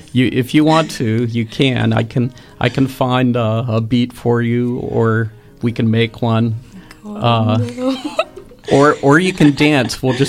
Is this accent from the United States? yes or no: yes; Churchill, Pennsylvania, United States; also born or lived in Edgewood; I used to live in Edgewood, and I grew up in Churchill, not too far from you.